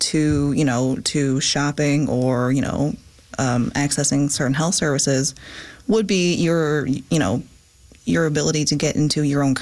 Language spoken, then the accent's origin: English; Millertown, Newfoundland and Labrador, Canada; central Newfoundland. So I grew up in Millertown.